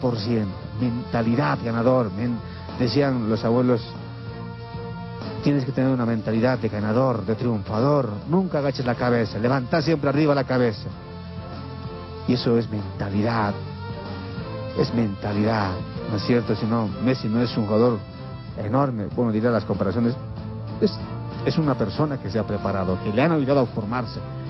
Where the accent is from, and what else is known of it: Bolivia